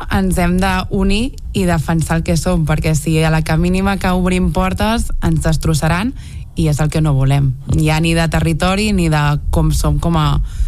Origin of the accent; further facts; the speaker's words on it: Marata, Catalonia, Spain; Maratha som... És que som el poble de l'Astèrix i l'Obèlix.